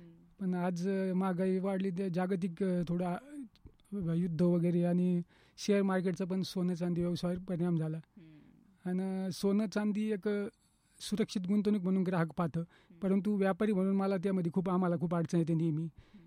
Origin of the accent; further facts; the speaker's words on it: Newasa, Maharashtra, India; माझं नेवासा खुर्द इथं ज्ञानेश्वर ज्ञानोदय इंग्लिश स्कूलमध्ये माझं शालेय शिक्षण झालं.